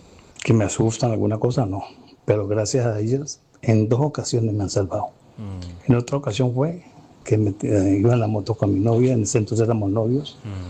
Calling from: Cali, Valle del Cauca, Colombia; Yo soy de Cali, ¿no? Por el lado de Cristo Rey

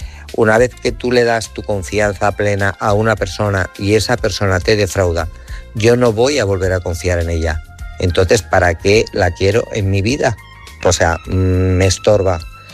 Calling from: Guadalajara, Castilla-La Mancha, Spain; de Guadalajara.

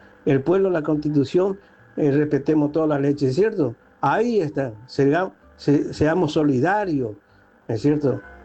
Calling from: Eldorado, Misiones, Argentina; Acá mateando en la exuberante vegetación de la Tierra Roja de El Dorado, Misiones. … acá en la Guardia de Cerrón

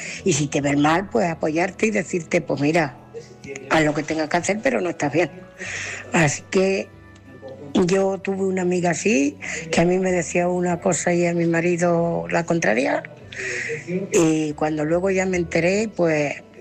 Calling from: Ciudad Real, Castilla-La Mancha, Spain; Buenas noches, Álvaro. Buenas noches, oyentes. … de Ciudad Real.

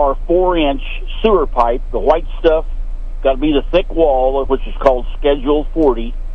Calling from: Carrollton, Missouri, United States; Carrollton, Missouri.

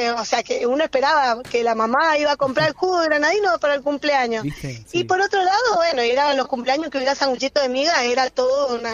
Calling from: Guaymallén, Mendoza, Argentina; Soy de acá de Guaymallén, de Jesús Nazareno.

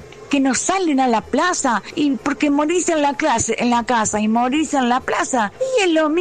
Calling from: Argentina; de San Cristóbal.

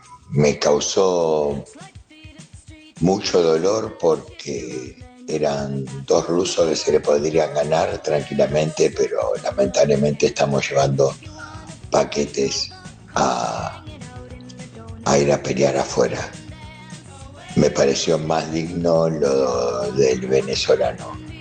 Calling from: La Paternal, Buenos Aires, Argentina; de Paternal.

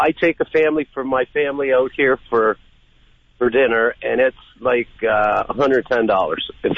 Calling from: Canada; I'm Canadian.

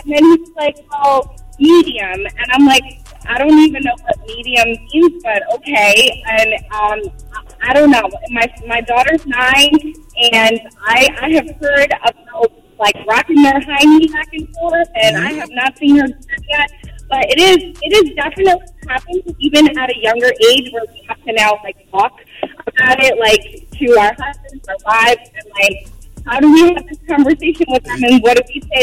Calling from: Edison, New Jersey, United States; I'm from Edison

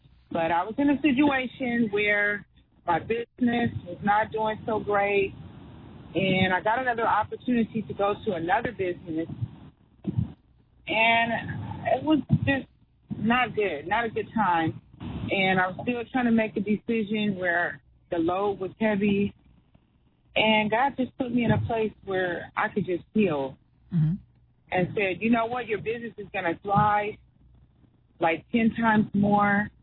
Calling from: Lake Elsinore, California, United States; I'm calling from Lake Elsinore.

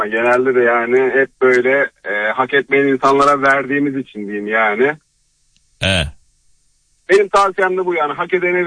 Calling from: Antalya, Turkey; Ben Antalya'da yaşıyorum.

